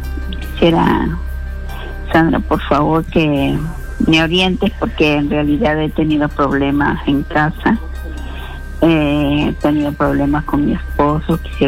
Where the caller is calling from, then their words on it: Lima, Peru; De acá, de Independencia.